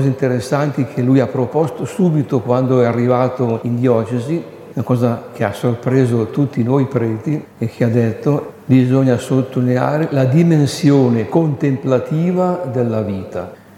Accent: Lombardy, Italy; born there; now in Germagno, Italy; vengo da Lombardia come nascita

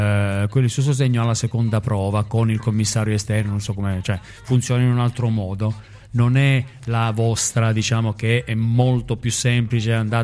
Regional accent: Calabria, Italy; first language Calabrian; Italian is a second language; la mia prima lingua è il calabrese

